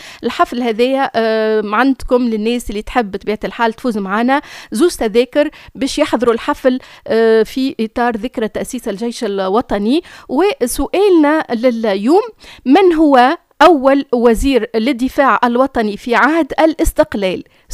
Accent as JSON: {"language": "Arabic", "country": "Tunisia", "said": "بلادنا تونس العزيزة علينا"}